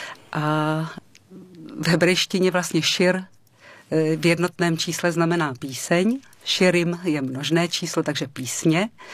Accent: Krnov, Moravian-Silesian Region, Czechia; now in Prague, Czech Republic; Původně jsem z Krnova, ze severní Moravy.

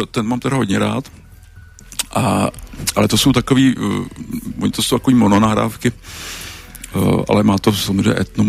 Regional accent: Plzeň, Plzeň Region, Czechia; Já jsem totiž z Plzně a tam je ta kultura převážně teda Big Beatová a pivní

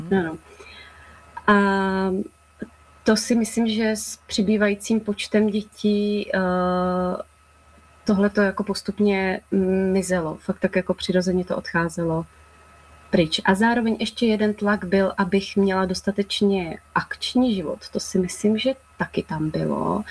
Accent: Brno, South Moravian Region, Czechia; Tak já jsem se narodila v Brně. Pocházím konkrétně z Husovic, narodila jsem se do velké rodiny, bylo nás dohromady 9 dětí.

